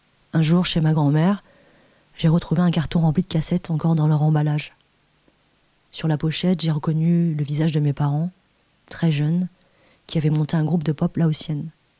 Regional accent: Angoulême, Nouvelle-Aquitaine, France; J'ai grandi à Angoulême dans les années 80, au sein d'une communauté laotienne.

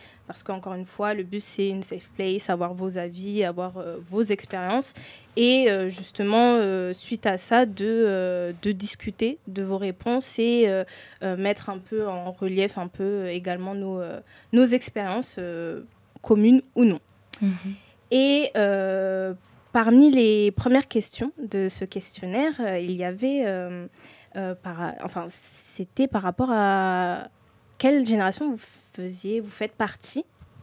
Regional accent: France; born there; je fais partie de la deuxième génération. Je suis née en France et ma mère fait partie de la deuxième génération

